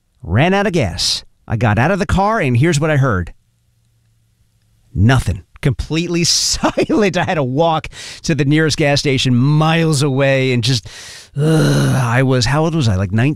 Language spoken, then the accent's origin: English; New Jersey, United States; I grew up in New Jersey, in the middle of the Pine Lands in New Jersey, just a big old forest of pine trees. There's nothing around for miles